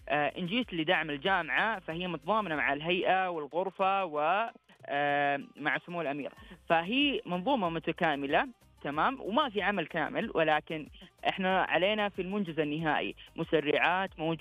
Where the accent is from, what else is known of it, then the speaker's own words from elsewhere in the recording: Saudi Arabia; هذا حلم لنا إحنا كسعوديين، راح ننشر ثقافتنا للكل،